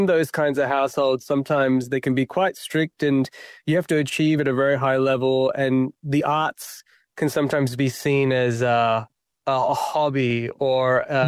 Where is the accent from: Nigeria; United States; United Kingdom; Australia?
Australia; Perth, Western Australia; because I'm Sri Lankan Tamil, and I was born in Perth, but my parents, they were, they're migrants